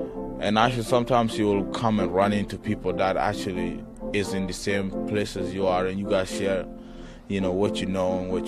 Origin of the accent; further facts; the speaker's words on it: Acholi, Sudan; first language Acholi; English is a second language; now in United States; In Sudan, right? In Sudan, the national language is Arabic. But Sudan is mixed with a whole bunch of tribes, and my native language is Acholi. I'm from the Acholi tribe, you know? And I speak Acholi, Arabic, English is my third language.